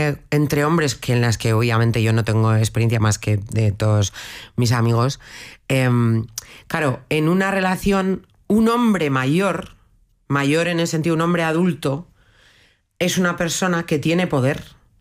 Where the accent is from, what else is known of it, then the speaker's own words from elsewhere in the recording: Bilbao, Basque Country, Spain; Y en esto igual soy un poco vasca de siglo XX.